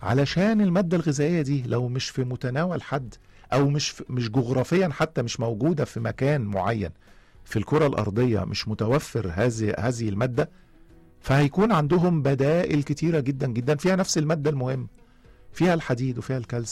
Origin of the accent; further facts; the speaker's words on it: Egypt; مش احنا بس كمصريين